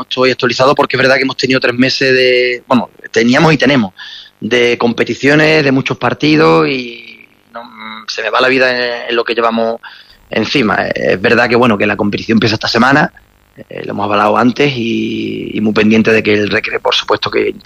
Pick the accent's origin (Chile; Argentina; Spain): Spain; Huelva, Andalusia; moved away as an adult; now in Algeciras, Spain; gente de Huelva, en este caso en el mundo del entrenador, que estemos afuera. Y en mi caso, pues llevo por bandera mi ciudad, vaya donde vaya.